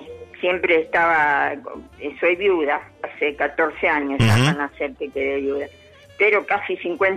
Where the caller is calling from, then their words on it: Ciudad Evita, Buenos Aires Province, Argentina; De Ciudad Evita.